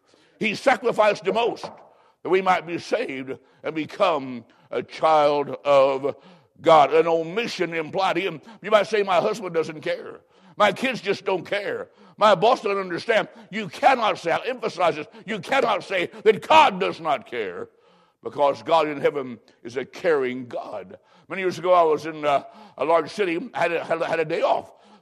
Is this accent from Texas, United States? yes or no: no; Macomb, Illinois, United States; born or raised there